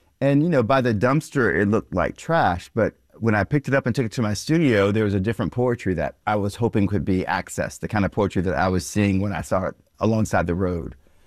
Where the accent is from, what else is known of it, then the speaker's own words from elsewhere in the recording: South Carolina, United States; Yeah, I did. I grew up in South Carolina